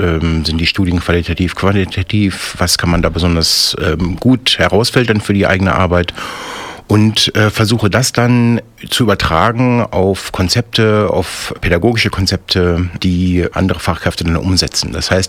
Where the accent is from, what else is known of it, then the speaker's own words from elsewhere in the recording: Hannover, Lower Saxony, Germany; born there; also born or lived in Marburg / Berlin; Ich bin 1974 in Hannover geboren, habe Politikwissenschaften in Marburg und Berlin studiert